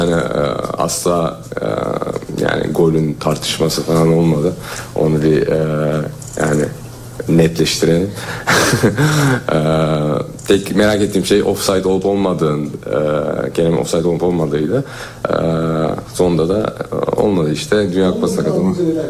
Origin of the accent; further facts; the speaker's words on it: Netherlands; ben yani Hollanda'da doğup büyüdüm.